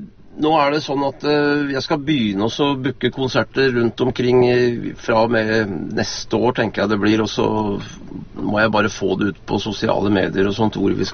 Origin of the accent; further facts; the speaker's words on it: Lørenskog, Akershus, Norway; moved away; så jeg kom jo egentlig fra, fra Lørenskog, jeg vokste opp da.